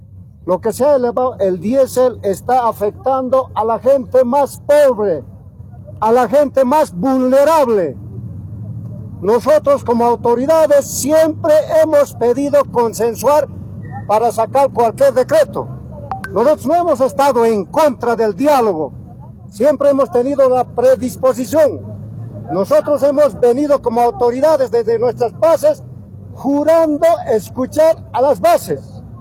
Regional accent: Bolivia; nosotros consideramos como bolivianos, como sector campesino

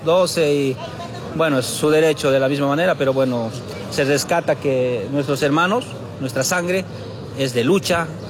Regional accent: Bolivia

